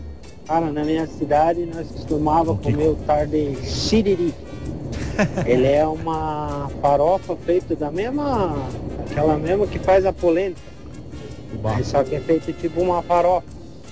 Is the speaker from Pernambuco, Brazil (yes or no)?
yes; Timbaúba, Pernambuco, Brazil; Sou natural de Timbaúba.